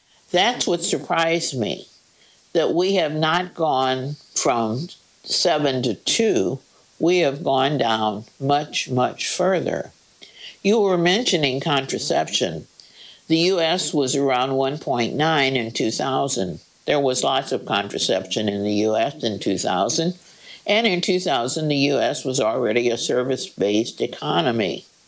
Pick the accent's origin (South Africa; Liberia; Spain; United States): Spain; Madrid, Community of Madrid; I'm originally from Madrid in Spain. A lot of the residential neighborhoods in Madrid are ugly.